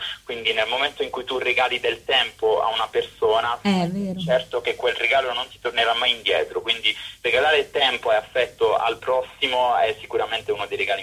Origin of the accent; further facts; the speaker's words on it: Cassano delle Murge, Apulia, Italy; Io sono a Cassano delle Murge, in provincia di Bari.